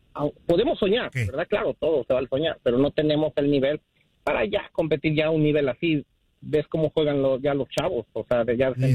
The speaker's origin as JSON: {"language": "Spanish", "country": "Mexico", "said": "pues creo que México hizo pues hasta donde nos da de fútbol a nosotros como mexicanos, ¿no?"}